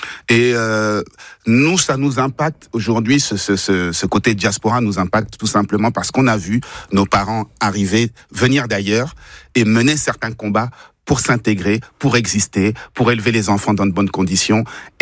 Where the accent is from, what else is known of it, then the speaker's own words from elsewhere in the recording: Sarcelles, Île-de-France, France; born there; Moi, je suis né à Sarcelles, Jackie est né à Paris.